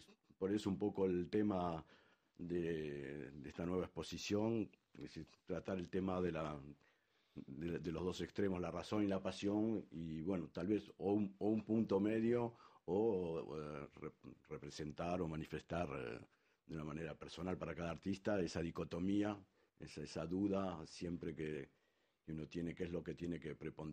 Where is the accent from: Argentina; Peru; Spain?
Argentina; moved away; en mi país, en Argentina o acá también